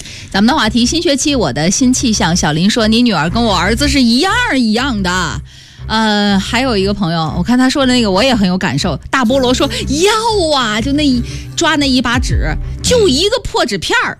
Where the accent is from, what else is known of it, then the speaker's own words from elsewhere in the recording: Nanning, Guangxi, China; accent: Nanning dialect; 就我们南宁话。